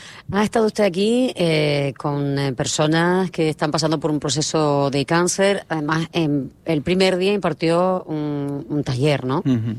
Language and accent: Spanish; Canary Islands, Spain; a los canarios nos encanta hacer un montón de cosas.